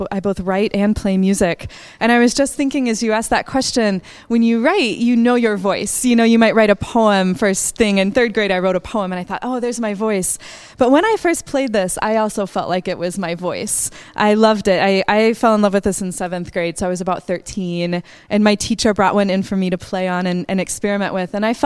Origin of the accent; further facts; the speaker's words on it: Oklahoma, United States; I am actually a Midwest girl. I'm from Oklahoma. Every once in a while, you may hear a y'all.